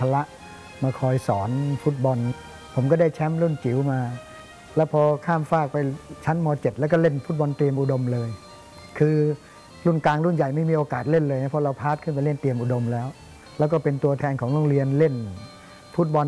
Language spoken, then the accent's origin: Thai; Phitsanulok, Thailand; พอผมเรียนประถมที่จังหวัดพิษณุโลกนะผมเป็นคนพิษณุโลก